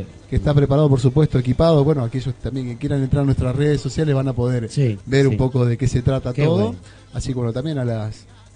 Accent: Santa Fe, Argentina; now in Arroyo Leyes, Argentina; Yo soy nacido y criado en Santa Fe Capital.

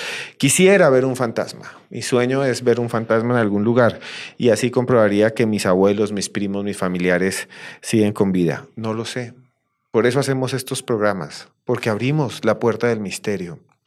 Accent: Bogotá, Bogotá Capital District, Colombia; Yo soy de Bogotá.

